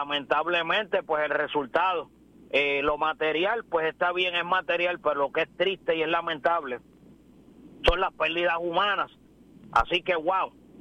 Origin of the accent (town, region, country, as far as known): Puerto Rico